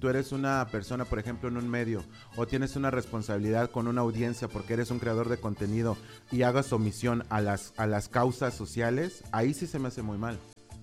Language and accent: Spanish; Mexico; a pesar de que somos mexicanos